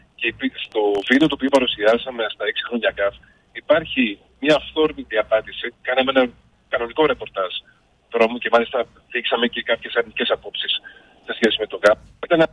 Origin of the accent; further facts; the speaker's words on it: Trikala, Thessaly, Greece; γεννημένος και μεγαλωμένος στα Τρίκαλα